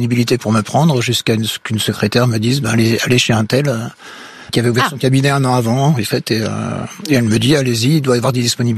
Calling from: Occitanie, France; moi je vis en Lozère, c'est un petit pays

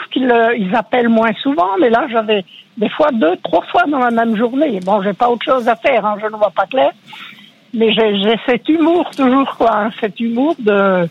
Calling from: Brittany, France; je suis bretonne et je parlais en breton quand j'étais jeune.

